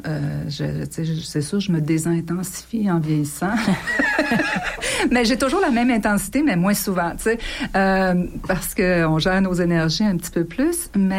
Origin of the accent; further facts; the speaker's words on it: Canada; moi, je viens du Canada